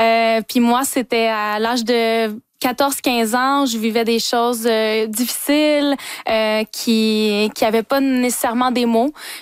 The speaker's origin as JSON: {"language": "French", "region": "New Brunswick", "country": "Canada", "also_born_or_lived": "Montreal", "said": "présenter Wasebegook au-delà des montagnes dans ma propre communauté, dans les autres communautés du Nouveau-Brunswick. De ma nation."}